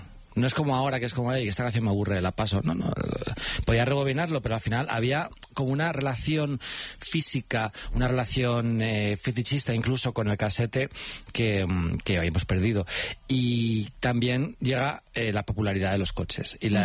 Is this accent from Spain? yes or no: yes; Alcorcón, Community of Madrid, Spain; Cuando me decían, ¿tú de dónde eres? Yo decía, Alcorcón. La gente era como... ¿Sabes? En plan, como que les parecía gracioso ser de Alcorcón. Y yo, ¿qué pasa? En plan, para mí ser de Alcorcón era normal.